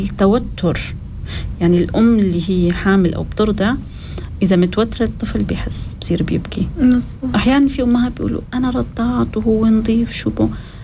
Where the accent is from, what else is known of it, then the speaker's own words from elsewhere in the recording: Syria; عندنا بالشام أو بسوريا